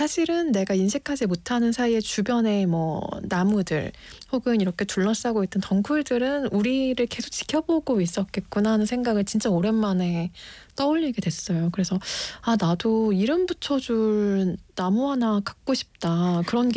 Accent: Seoul, South Korea; 제가 20살 이전에 살던 그 상도동 아파트를 몇번 가본 적이 있어요. 근데 저는 진짜 그야말로 아파트 키즈여서

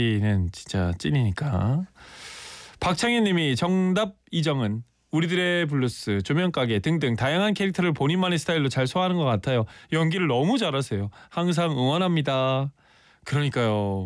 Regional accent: Gyeongsang, South Korea; 저는 이제 경상도 사람이니까

